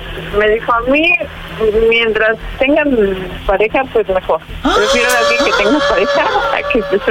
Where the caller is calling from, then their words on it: Mexico City, Mexico; Tengo 29 y soy de la Ciudad de México.